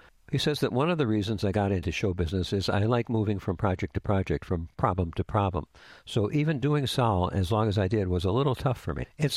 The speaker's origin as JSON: {"language": "English", "town": "Naperville", "region": "Illinois", "country": "United States", "tie": "born or raised there", "said": "And you're like, how am I a Hollywood guy? I'm a Naperville guy, running around fighting over the last piece of cake"}